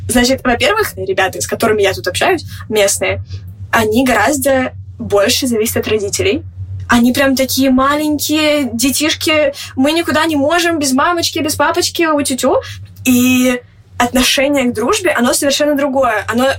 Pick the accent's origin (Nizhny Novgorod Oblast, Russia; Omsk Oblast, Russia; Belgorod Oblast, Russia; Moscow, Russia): Moscow, Russia; moved away; девочка из Москвы